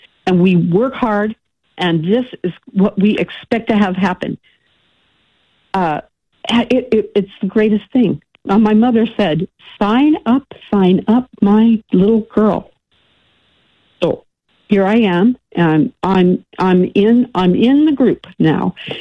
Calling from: Seattle, Washington, United States

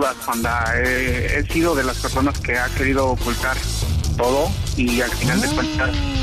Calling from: Tula de Allende, Hidalgo, Mexico; soy tuleño.

